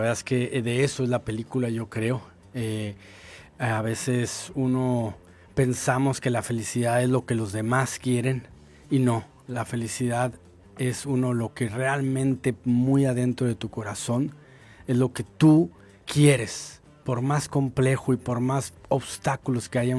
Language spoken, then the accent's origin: Spanish; Mexico; moved away; yo siempre también soñé venir a mi tierra. Llevo 23, 24 años fuera